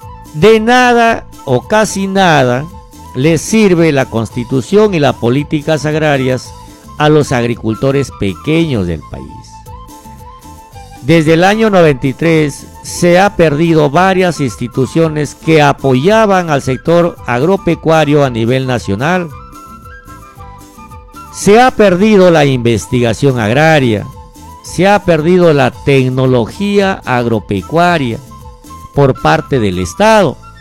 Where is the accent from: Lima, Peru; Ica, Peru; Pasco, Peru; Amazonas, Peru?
Amazonas, Peru; Bagua Grande; Yo desde mi niñez, yo he nacido en una parcela de arroz. Arroz, café, cítricos, mangos, huerta. Soy de Bahua Grande, natural.